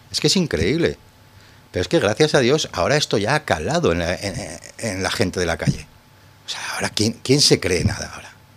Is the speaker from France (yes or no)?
no; Aragon, Spain